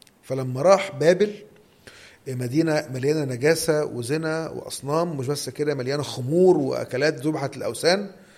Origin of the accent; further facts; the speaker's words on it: Egypt; بلغتنا كمصريين